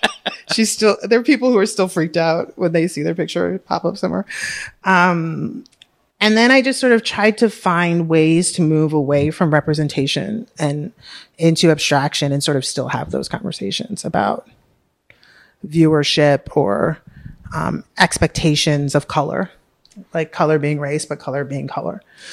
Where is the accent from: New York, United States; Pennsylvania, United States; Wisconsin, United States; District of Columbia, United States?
New York, United States; New York City; I grew up in Harlem.